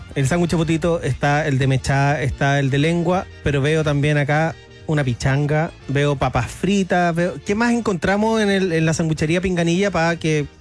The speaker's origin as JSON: {"language": "Spanish", "town": "Viña del Mar", "region": "Valparaíso", "country": "Chile", "said": "Yo soy de Viña, pero nací diciéndole pan batido, aguante Viña del Mar"}